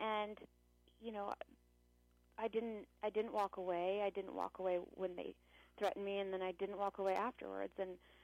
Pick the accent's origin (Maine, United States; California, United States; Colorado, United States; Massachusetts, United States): Colorado, United States; I grew up in Colorado. I grew up in a family that really believed in, you know, morals and values